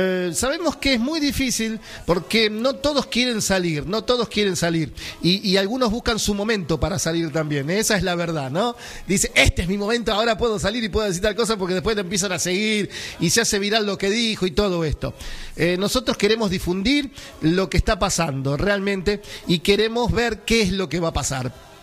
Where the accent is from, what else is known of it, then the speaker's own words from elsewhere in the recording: Boulogne, Buenos Aires Province, Argentina; Nosotros somos de Boulogne, pero venimos a trabajar acá